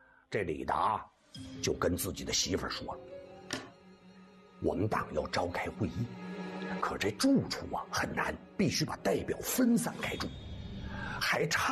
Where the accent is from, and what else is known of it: China